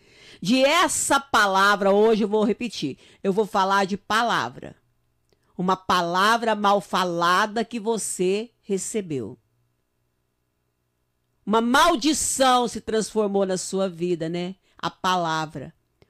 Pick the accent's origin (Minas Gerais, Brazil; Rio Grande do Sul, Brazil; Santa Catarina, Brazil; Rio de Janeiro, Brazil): Minas Gerais, Brazil; Uberaba; Como diz lá no Uberaba, na minha terra.